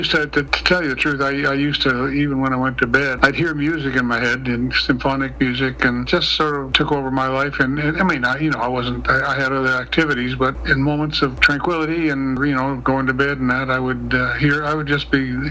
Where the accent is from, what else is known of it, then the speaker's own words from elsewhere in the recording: Ompah, Ontario, Canada; moved away as an adult; also born or lived in Montreal / Sharbot Lake; now in Ottawa, Canada; But I grew up in Oompa.